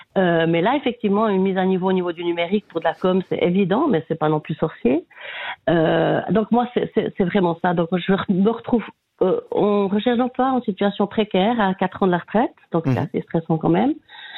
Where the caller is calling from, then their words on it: Fribourg, Switzerland; J'appelle de Fribourg.